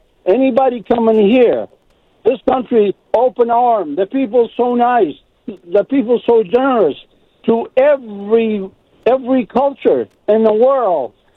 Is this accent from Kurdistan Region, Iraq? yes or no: yes; Kurdistan Region, Iraq; English is a second language; I am a Kurdish. I came from Middle East, and I fought Saddam in 1973 till 1975 in the mountain.